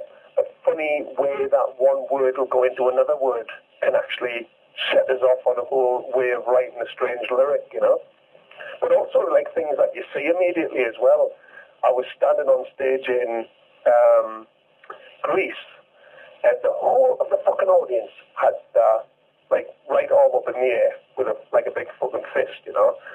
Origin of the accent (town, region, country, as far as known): England, United Kingdom